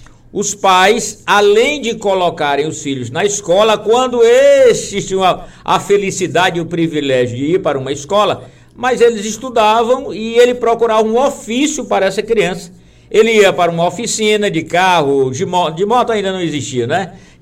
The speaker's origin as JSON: {"language": "Portuguese", "town": "São Luís", "region": "Maranhão", "country": "Brazil", "tie": "born or raised there", "said": "Porque quando eu era menino lá em São Luís, eu comecei a trabalhar em uma remontaria de calçados."}